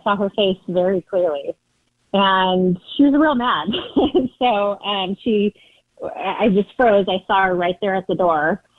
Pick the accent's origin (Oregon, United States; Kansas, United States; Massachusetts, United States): Oregon, United States; Portland; I'm from Portland, Oregon as well.